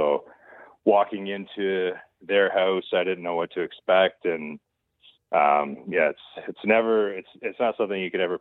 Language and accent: English; Kearney, Ontario, Canada; So it was a spot that we went to a lot as kids. And then when my brother and I were older and we lived in Dorchester